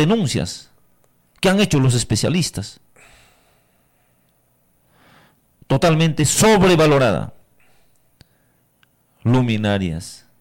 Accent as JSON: {"language": "Spanish", "country": "Peru", "said": "Vengo de Huamampam, profesora, ¿de dónde voy a venir?"}